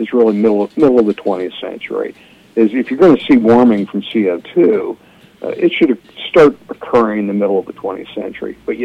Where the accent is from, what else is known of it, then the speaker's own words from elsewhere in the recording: Florida, United States; I'm from Florida.